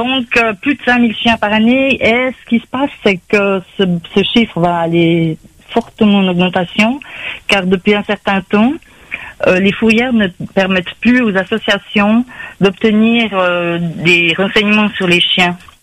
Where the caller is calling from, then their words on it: Switzerland; moi je vous appelle depuis la Suisse.